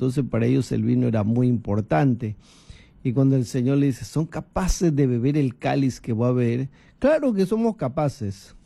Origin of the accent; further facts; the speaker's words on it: Peru; somos libres los peruanos